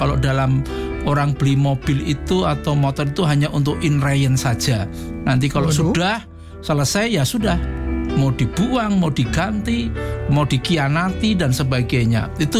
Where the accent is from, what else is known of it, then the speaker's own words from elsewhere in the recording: Java, Indonesia; Ya, seperti saya dengan Ibu Oli, saya Jawa, Ibu Oli itu orang Ambon.